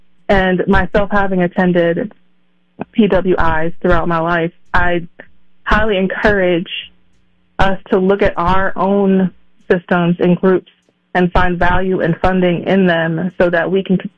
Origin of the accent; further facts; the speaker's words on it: Minneapolis–Saint Paul, Minnesota, United States; So growing up in the Twin Cities and like having this dream of being a writer, I was fostered by a lot of the programs that are actually in place here